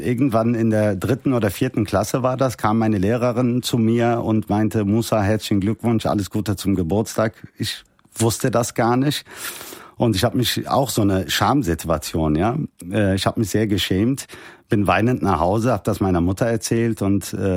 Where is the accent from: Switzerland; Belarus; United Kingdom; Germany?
Germany; Cologne, North Rhine-Westphalia; Ich bin in Köln-Mühlheim aufgewachsen.